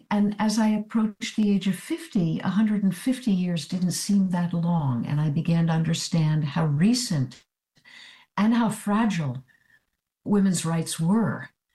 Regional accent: New Jersey, United States; And I have a couple of commissions on the horizon from groups in my home state of New Jersey

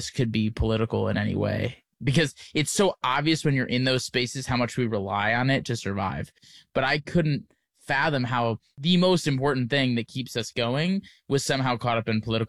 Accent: Wisconsin, United States; Yeah, I grew up in Wisconsin, and our version of nature was the 12,000 lakes that the state has.

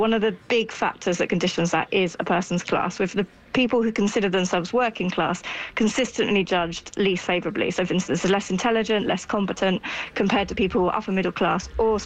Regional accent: East of England, United Kingdom; accent: Essex; but I'm from Essex, so the county sort of to the northeast of London. And when I speak with my kind of really native Essex accent, I have throughout my life felt that it is something that is very stigmatised.

